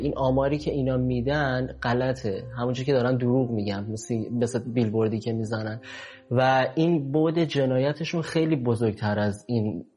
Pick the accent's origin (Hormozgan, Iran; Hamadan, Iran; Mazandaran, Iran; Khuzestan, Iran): Hormozgan, Iran; Bandar Abbas